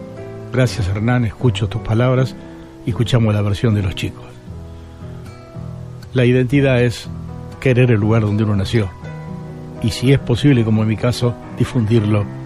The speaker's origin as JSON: {"language": "Spanish", "town": "Tres Arroyos", "region": "Buenos Aires Province", "country": "Argentina", "tie": "born or raised there", "moved": "as an adult", "lives_now": "Buenos Aires, Argentina", "said": "50 años en Buenos Aires, todos los que están en el folclore, en el ambiente, saben que soy de Tres Arroyos"}